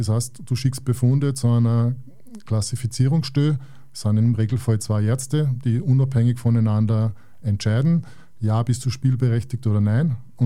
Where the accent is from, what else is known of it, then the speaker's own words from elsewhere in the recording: Bach, Upper Austria, Austria; Genau, also ich komme aus Bach bei Schwanenstadt, also kleinste Gemeinde Oberösterreichs einwohnermäßig mit ungefähr 320 Einwohnern.